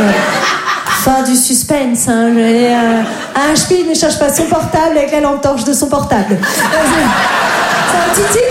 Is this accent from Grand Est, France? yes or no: yes; Grand Est, France; j'ai grandi en Lorraine.